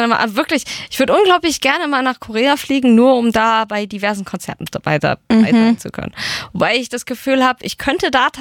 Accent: Gelnhausen, Hesse, Germany; Ich bin in Gelnhausen aufgewachsen, da haben wir irgendwo ein Haus, wo Goethe mal für 3 Nächte gepennt hat.

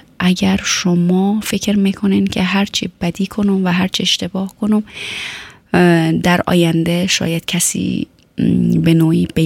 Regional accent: Afghanistan

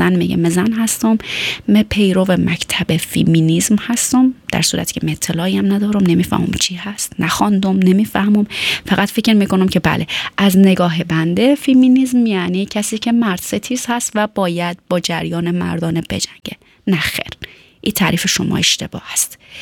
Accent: Afghanistan; من و شما هم از افغانستان آمدیم

